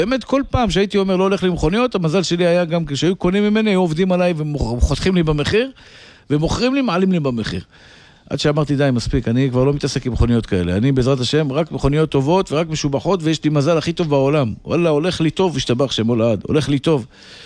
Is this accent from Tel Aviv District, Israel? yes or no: yes; Tel Aviv, Tel Aviv District, Israel; born there